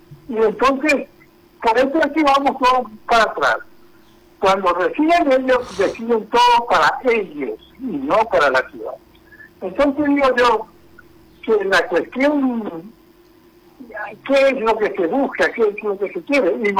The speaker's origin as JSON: {"language": "Spanish", "region": "Asunción", "country": "Paraguay", "said": "Los dueños de Asunción somos los asuncenos todos"}